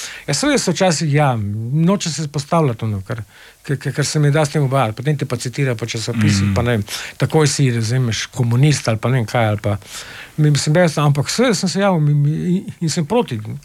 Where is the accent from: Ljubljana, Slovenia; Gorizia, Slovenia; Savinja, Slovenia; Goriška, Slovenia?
Ljubljana, Slovenia; jaz sem Ljubljančan, pa moj dedek je bil Ljubljančan, pa tudi pradedek je bil Ljubljančan.